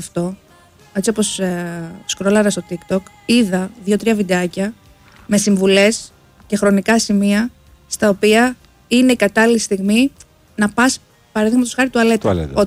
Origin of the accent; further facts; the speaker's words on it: Patras, Western Greece, Greece; Και είμαι από την Πάτρα, ας πούμε, που στην Πάτρα έχουμε φουλ υγρασία. Είμαστε δίπλα στη θάλασσα.